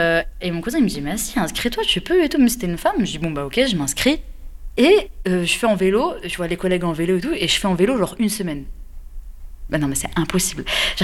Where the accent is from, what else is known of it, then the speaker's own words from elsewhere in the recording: Metz, Grand Est, France; now in Créteil, France; J'ai grandi à Metz, donc je viens de la Lorraine, du 57, aujourd'hui j'habite à Créteil dans le 94.